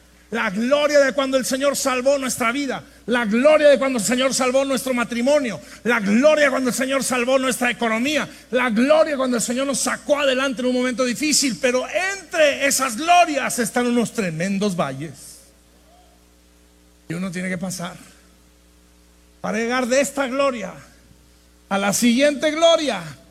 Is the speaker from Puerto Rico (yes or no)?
no; northern Mexico, Mexico; Como somos así los norteños, ¿verdad? Hablamos primero y pensamos después.